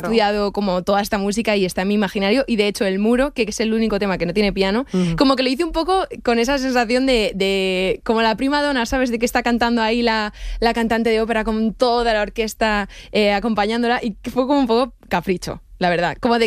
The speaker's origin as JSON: {"language": "Spanish", "town": "Madrid", "region": "Community of Madrid", "country": "Spain", "said": "Pero yo sí, soy madrileña."}